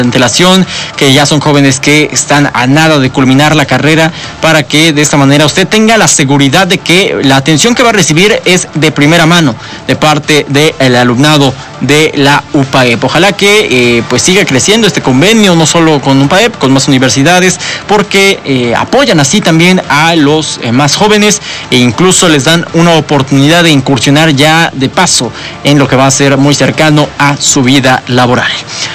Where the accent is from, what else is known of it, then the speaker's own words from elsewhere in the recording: Puebla, Mexico; ya somos poblanos